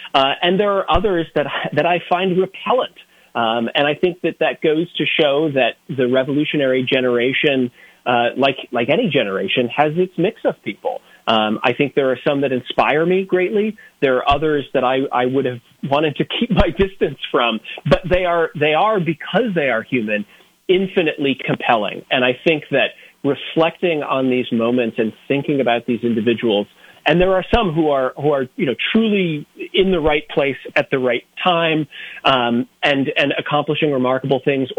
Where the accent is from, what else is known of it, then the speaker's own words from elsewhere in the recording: United States; power as an American